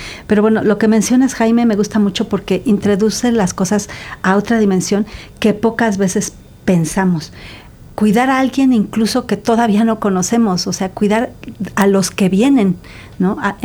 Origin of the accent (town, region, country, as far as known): Mexico